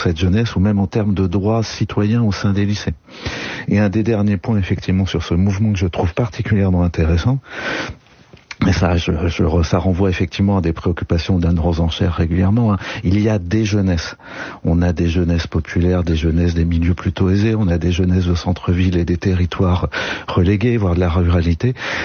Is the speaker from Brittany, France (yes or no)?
no; Bordeaux, Nouvelle-Aquitaine, France; en tant que Bordelais, je peux vous dire que du coup ça a bougé à Marmande, ça a bougé à La Réole, ça a bougé à Libourne, ça a bougé à Saintes